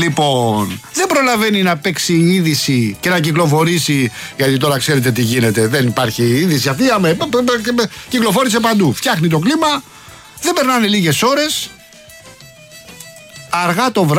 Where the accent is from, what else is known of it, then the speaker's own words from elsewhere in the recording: Attica, Greece; Εμείς εδώ στο Λεκανοπέδιο 17 έχει η πατρίδα μου στα ανατολικά προάστια